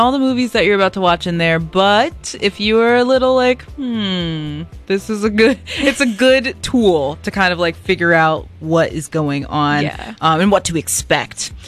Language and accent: English; United States; as an American